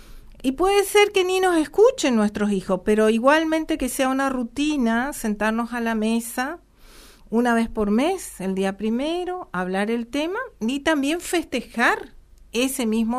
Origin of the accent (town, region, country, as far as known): Argentina